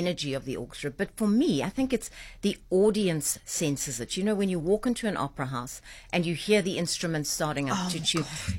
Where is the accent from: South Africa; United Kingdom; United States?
South Africa; we come from South Africa